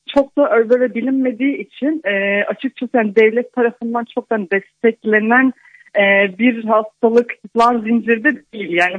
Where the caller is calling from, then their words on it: İzmir, Turkey; İzmir'den arıyorum.